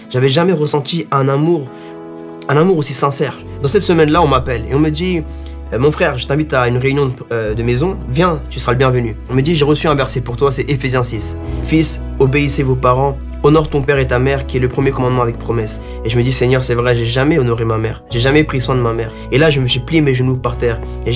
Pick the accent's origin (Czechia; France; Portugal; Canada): France; Paris, Île-de-France; j'ai 27 ans, je suis né en France, j'ai grandi à Paris.